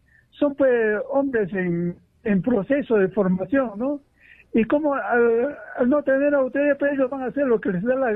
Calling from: Peru; de la Capilla.

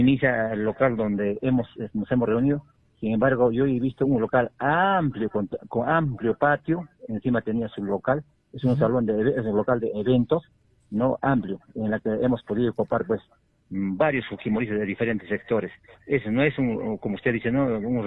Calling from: Juliaca, Puno, Peru; de aquí, de la ciudad de Juliaca.

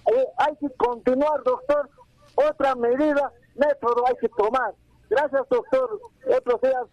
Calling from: Moho Province, Puno, Peru; Estoy llamándome desde la provincia de Moho

